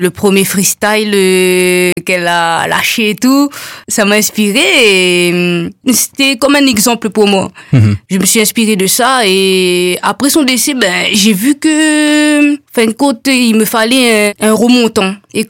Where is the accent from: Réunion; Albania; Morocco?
Réunion; now in Toulouse, France; Je suis originaire de la Réunion et depuis toute petite, j'adore la musique.